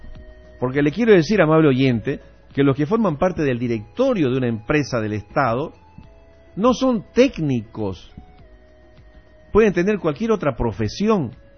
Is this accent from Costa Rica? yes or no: no; Bolivia; ¿Acaso no somos bolivianos?